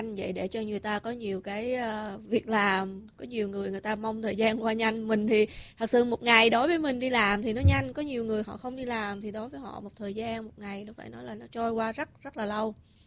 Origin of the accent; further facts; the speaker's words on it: Texas, United States; nói chung là cái gì Texas nó cũng hơn, hay là tại vì mình là dân Texas mình lại mình